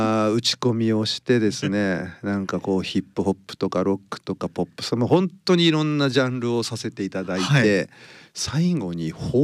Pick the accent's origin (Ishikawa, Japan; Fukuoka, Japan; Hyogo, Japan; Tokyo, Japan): Ishikawa, Japan; Uchinada; 内灘町出身です。